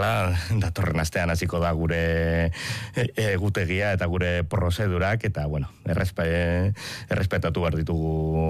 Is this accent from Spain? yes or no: yes; Basque Country, Spain; Sortez edo zoritxarrez, ni bizkaitarra naiz